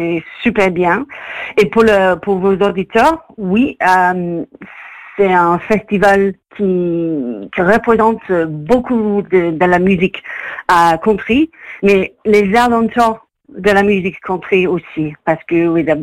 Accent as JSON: {"language": "French", "town": "Manchester", "region": "North West England", "country": "United Kingdom", "second_language": "French", "moved": "as an adult", "lives_now": "France", "said": "il a joué là-bas, chez moi, à Manchester. Mais j'ai raté parce que je suis déjà en France."}